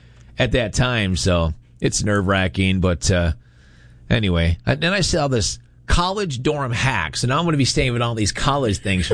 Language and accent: English; Williamson, New York, United States; I grew up in Williamson.